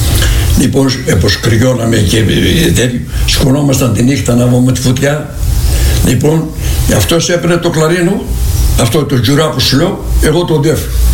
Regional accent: Vernikos, Greece; σου μένουν στη ζωή από το χωριό μου, το Βερνίκο, μέχρι να πάω στη Γλυκή στο Σκάνδαλο, με τα ποδάρια

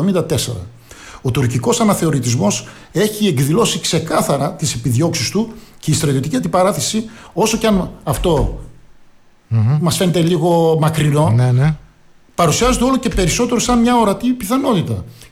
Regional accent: Greece; εμείς τώρα ευχόμαστε σαν Έλληνες πατριώτες

